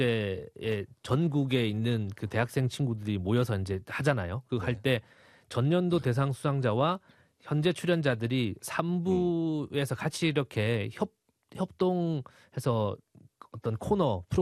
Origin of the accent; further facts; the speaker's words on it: Busan, South Korea; 는 이제 대구 사람이고 저희는 부산이라서 좀 비슷한 동향이기도 하고